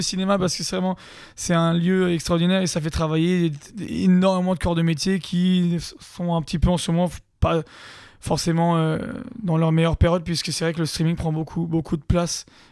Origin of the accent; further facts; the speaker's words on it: Ettendorf, Grand Est, France; je vais dire Ettendorf, parce que c'est mon village natal